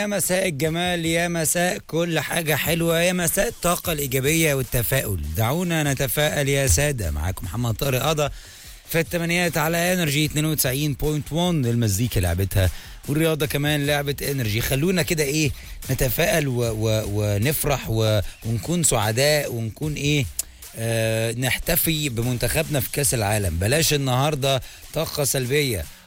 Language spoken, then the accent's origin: Arabic; Egypt; في لعبتنا في منتخب مصر.